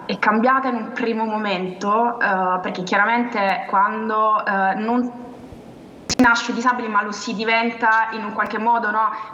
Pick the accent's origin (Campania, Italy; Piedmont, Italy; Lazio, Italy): Campania, Italy; Naples; Io sono di Napoli, ho 26 anni